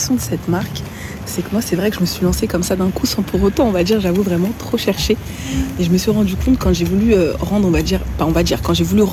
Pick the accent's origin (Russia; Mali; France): Mali; moved away; dans mon pays d'origine, hein, le Mali.